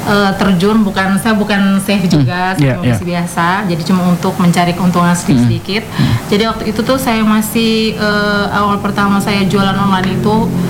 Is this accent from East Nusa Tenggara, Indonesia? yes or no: yes; Ende, East Nusa Tenggara, Indonesia; kita juga sendiri orang Ende